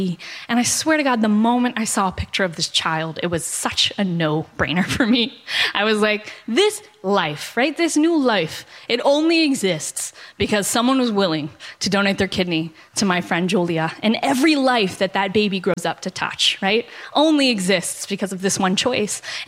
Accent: Texas, United States; I'm from the South, right? The storytelling.

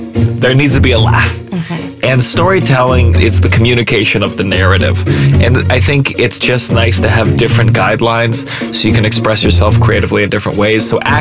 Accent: New York City, New York, United States; I'm from New York City.

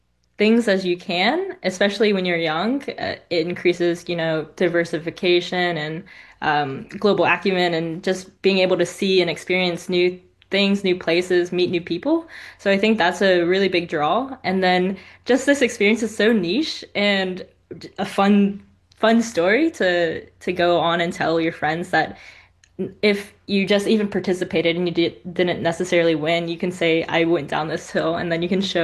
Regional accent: Raleigh, North Carolina, United States; I am from Raleigh, North Carolina

